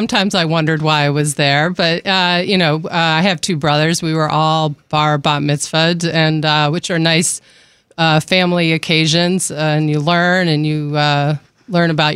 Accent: United States; born there; also born or lived in Rockville, Maryland / Philadelphia, Pennsylvania; I grew up in Rockville, Maryland, in Philadelphia, Pennsylvania.

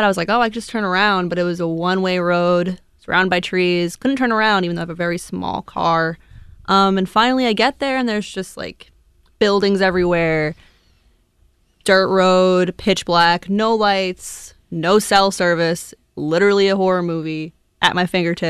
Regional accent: Long Island, New York, United States; moved away; I'm from Long Island, New York, a little outside the city.

